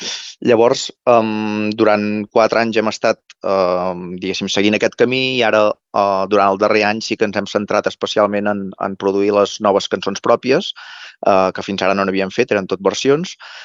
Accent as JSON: {"language": "Catalan", "town": "Berga", "region": "Catalonia", "country": "Spain", "said": "Els 4 membres del grup … som de Berga, del Berguedà"}